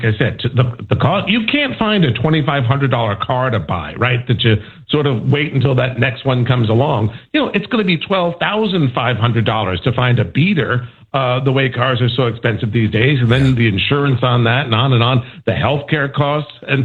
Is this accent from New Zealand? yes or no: no; New England, United States; when I grew up in New England, you'd go home at 5 o'clock.